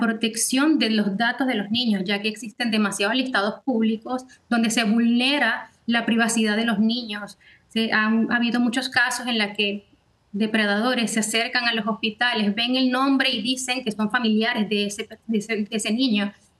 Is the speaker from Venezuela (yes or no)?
yes; Venezuela; Somos madres, muchas de ellas somos venezolanas.